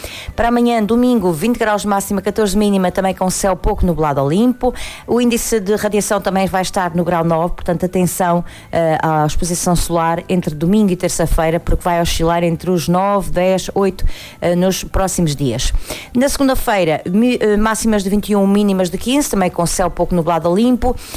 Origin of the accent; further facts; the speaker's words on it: Monte Redondo, Portugal; born there; vou até à minha aldeia, Monte Redondo